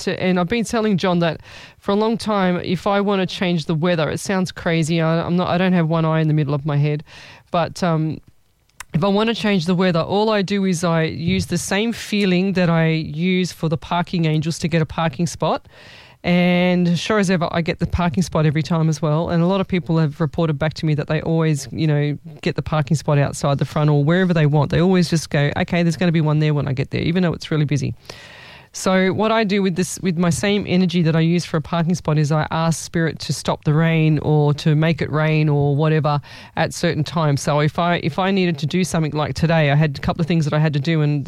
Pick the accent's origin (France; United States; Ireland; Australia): Australia; Sydney, New South Wales; We're from Sydney, New South Wales, Australia there, Chloe.